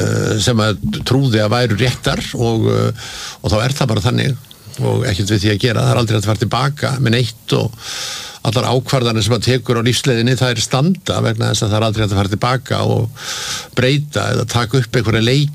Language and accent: Icelandic; Reykjavik, Capital Region, Iceland; Já, ég sko alveg upp í Laugarneskverfinu og hérna bjóð þar þegar ég var ungur maður og ég man eftir mér þar fyrst í Sigtúni 35